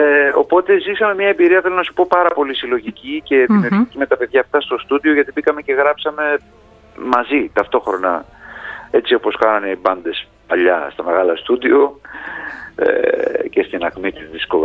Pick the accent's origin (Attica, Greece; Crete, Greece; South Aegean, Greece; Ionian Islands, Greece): South Aegean, Greece; Apeiranthos; Σωστά, είμαι από την Απείρανθο, καταβολές της μητέρας μου από την Απείρανθο της Νάξου, αυτό το φοβερό χωριό, το Ορεινό.